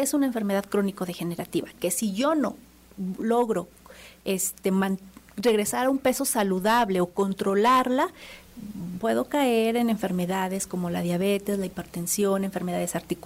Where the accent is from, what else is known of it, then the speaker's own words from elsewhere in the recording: Zacatecas, Mexico; ni siquiera como zacatecanos